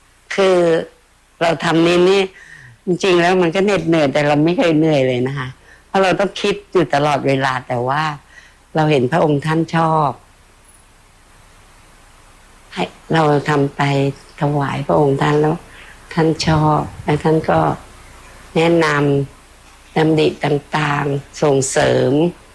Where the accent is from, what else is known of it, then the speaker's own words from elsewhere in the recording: Bo Phloi, Kanchanaburi, Thailand; born there; ฉันเกิดที่อำเภอบ่อพลอยใช่ไหมคะที่เล่าอ่ะที่ว่าแต่เราก็มาจากเมืองจีน